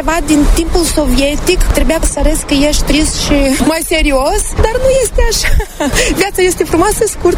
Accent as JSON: {"language": "Romanian", "country": "Moldova", "moved": "as an adult", "lives_now": "Italy", "said": "Eu sunt moldoveancă"}